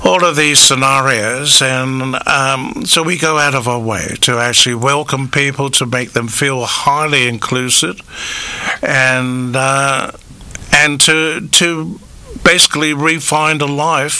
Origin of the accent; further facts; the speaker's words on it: United Kingdom; now in Australia; I have. Yep. Yes, I have indeed. I'm proudly British.